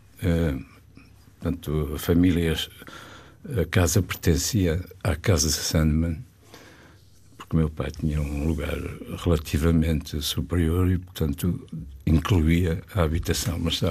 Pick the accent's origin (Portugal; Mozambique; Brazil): Portugal; Vila Nova de Gaia, Norte; Eu nasci na Rua da Barroca, 156, veja lá, ainda me lembro do número da casa.